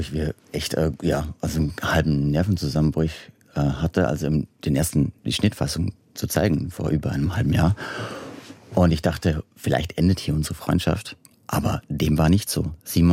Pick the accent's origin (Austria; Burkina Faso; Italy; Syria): Austria; now in Berlin, Germany; also ich komme aus Österreich, also aus einer patriarchal geprägten, ne, christsozialen Welt